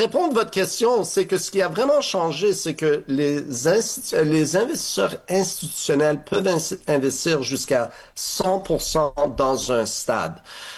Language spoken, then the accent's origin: French; Montreal, Quebec, Canada; le fait que moi, je suis Montréalais, je suis Québécois, je suis ici, je suis bilingue